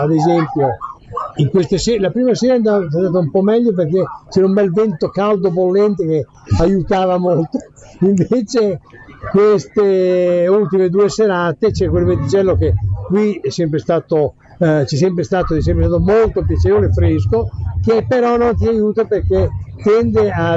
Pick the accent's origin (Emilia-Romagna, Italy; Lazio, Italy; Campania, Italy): Emilia-Romagna, Italy; Ostellato; io sono di Ostellato, provincia di Ferrara.